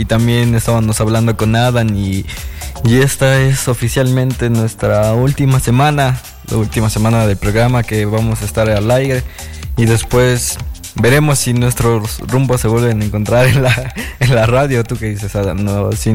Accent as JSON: {"language": "Spanish", "town": "Ambato", "region": "Tungurahua", "country": "Ecuador", "moved": "yes", "said": "cuando viajo hacia Ambato, ahí es cuando puedo descansar. Porque aquí es como que, o sea, sí hay descanso, pero no tanto como de tu pueblito o de donde vienes"}